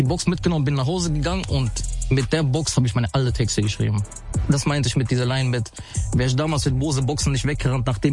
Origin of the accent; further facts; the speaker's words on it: Offenbach am Main, Hesse, Germany; Ich bin in Offenbach aufgewachsen und wir hatten so ein Jugendzentrum. Und das war in Offenbach Nordend.